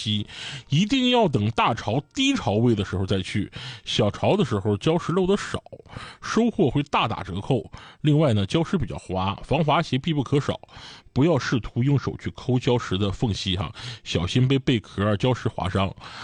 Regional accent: Dalian, Liaoning, China; 咱们大连人只要一刮风，一定去海边。

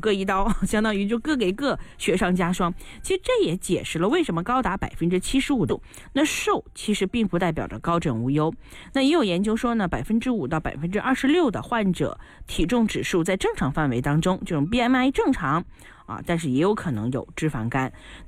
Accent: China

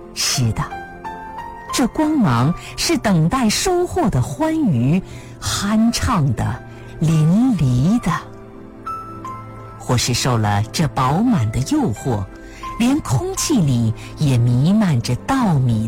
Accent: Northwest China, China; 我出生于西北农村，那里是黄土高原，常年缺水，不适合种植水稻，所以打小以面食为主

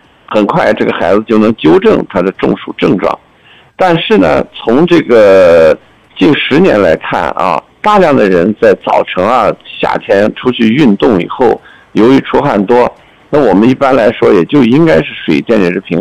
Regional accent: China; 我们中国人的传统也是一样

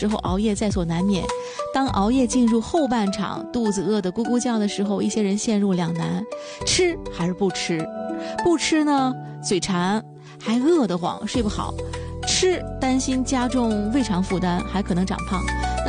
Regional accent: Dalian, Liaoning, China; 甚至是编剧导演都是咱们大连人

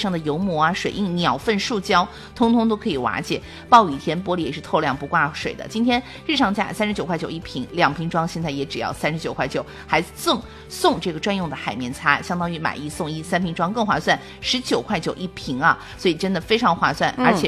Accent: Jiangxi, China

